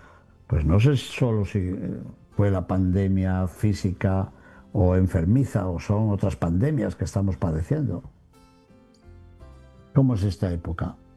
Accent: Cantabria, Spain; en mi tierra, sobre todo en Cantabria dirían cosucas

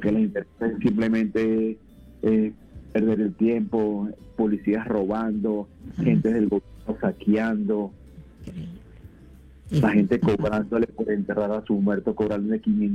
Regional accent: Venezuela; todas estas cosas que están pasando en mi país, pues, lamentablemente, dos golpes bien fuertes, muy, muy fuertes. Mi familia vive en La Guaira, uno de los estados que está muy afectado

